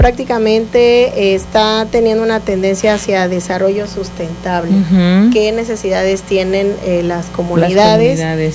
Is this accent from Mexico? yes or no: yes; Mexico